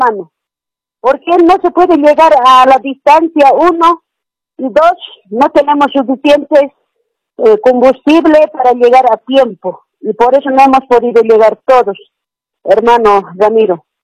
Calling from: El Alto, La Paz, Bolivia; yo le llamo aquí de la ciudad del Alto, de La Paz.

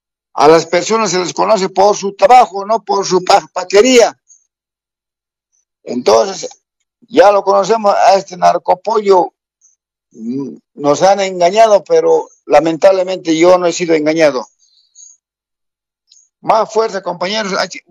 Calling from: Bolivia; Somos millones los bolivianos

